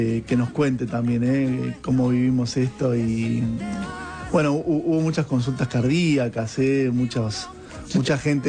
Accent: Argentina; lo que nos pasa como argentinos en el día a día

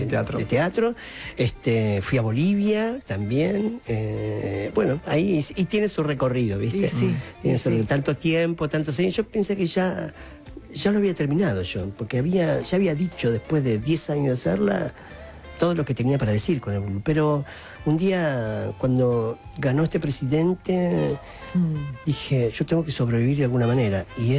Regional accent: Argentina; Yo soy argentino, pero mis padres son bolivianos, y como esa herencia, esa mezcla de culturas que somos los argentinos

